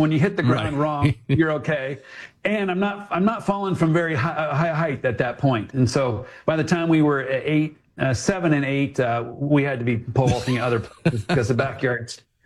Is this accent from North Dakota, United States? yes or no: no; Santa Rosa, California, United States; also born or lived in Inglewood, California; And so grew up in Santa Rosa, California, moved there when I was two. My parents were both public school teachers.